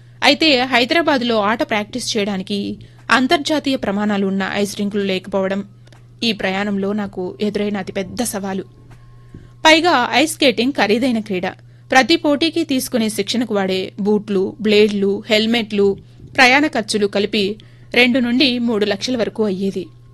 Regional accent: Motamarri, Telangana, India; మాది ఖమ్మం జిల్లా, బోనకల్లు మండలం, మోటమర్రి. … అమ్మ వీణ. కుటుంబ వ్యాపార రీత్యా మేమిక్కడ స్థిరపడ్డాం.

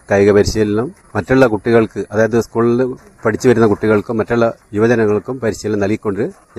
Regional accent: Kerala, India; എന്റെ സ്വദേശം വള്ളിയാണ്. ഇവിടെ ഒരു 6 കിലോമീറ്റർ അകലെ.

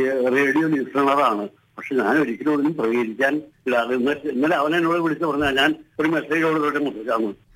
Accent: Edappally, Kerala, India; Edappally.

